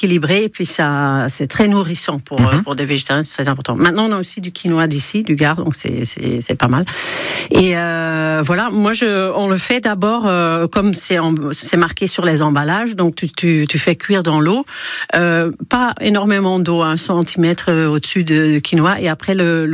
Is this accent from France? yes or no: no; Belgium; moved away; je suis belge